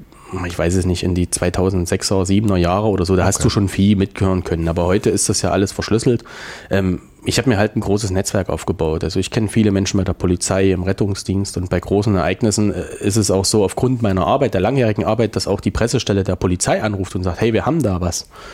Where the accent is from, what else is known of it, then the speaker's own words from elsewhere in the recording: Weimar, Thuringia, Germany; Ich bin gebürtiger Weimarer